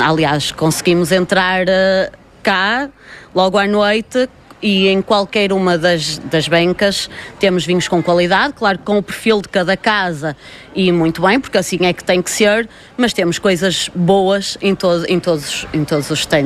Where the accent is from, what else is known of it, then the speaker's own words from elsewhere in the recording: Amarante, North, Portugal; nós somos de Vila Garcia